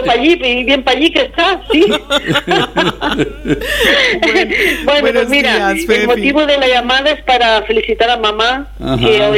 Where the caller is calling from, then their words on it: Barcelona, Catalonia, Spain; Sí, de aquí, de Barcelona. Desde Barcelona.